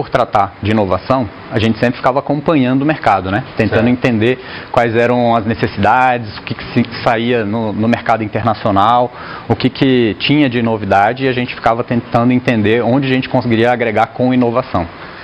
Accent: Brasília, Federal District, Brazil

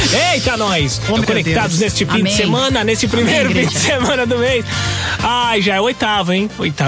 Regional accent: São Paulo, Brazil; Nós somos paulistas.

